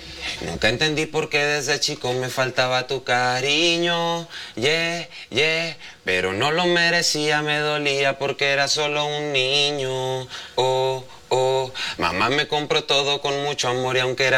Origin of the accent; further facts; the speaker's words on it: Tepic, Nayarit, Mexico; Soy de Tepic, Nayarit, orgullosamente.